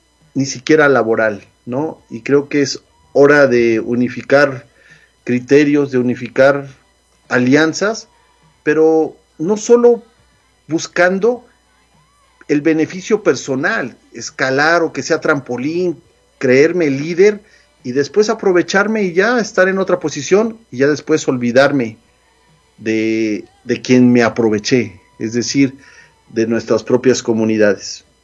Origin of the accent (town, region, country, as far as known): Mexico; now in United States